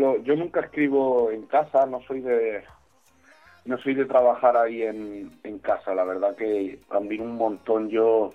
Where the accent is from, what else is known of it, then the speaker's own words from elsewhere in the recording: Mallorca, Balearic Islands, Spain; sin Kevin, que son, pues, todos somos de Mallorca, sin ellos, sin ese tipo de entorno, yo nunca hubiera podido crear y hacer música